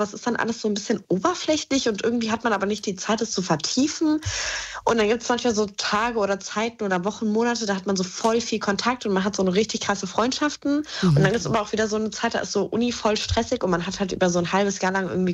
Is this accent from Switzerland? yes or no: no; Idstein, Hesse, Germany; Und hinter Wiesbaden gibt es einen Ort, der nennt sich Itzstein.